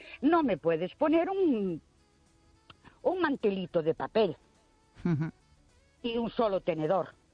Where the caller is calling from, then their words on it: Ourense, Galicia, Spain; Buenas noches … de Ourense.